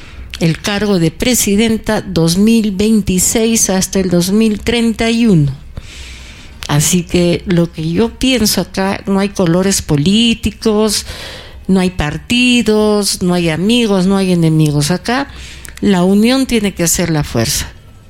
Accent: Arequipa, Peru; de nuestra Arequipa, de lo orgullosos que siempre somos los arequipeños de todo

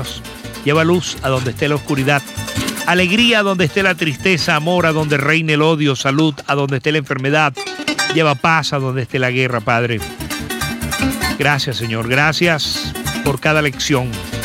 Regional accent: San Carlos, Cojedes, Venezuela; el de Barrio Nuevo. El de San Carlos, el de Cojedes

